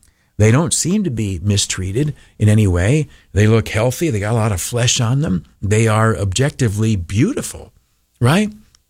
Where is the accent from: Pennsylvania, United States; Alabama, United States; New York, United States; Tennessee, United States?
New York, United States; now in Mount Morris, United States; I'm from the Southern Tier, but not too many days pass in my life living down in Mount Morris